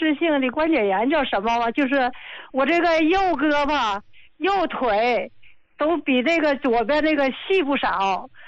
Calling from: Qinhuangdao, Hebei, China; 嗯，我是秦皇岛的。

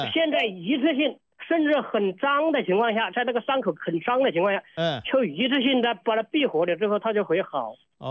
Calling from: Honghu, Hubei, China; 我是洪湖新滩的。

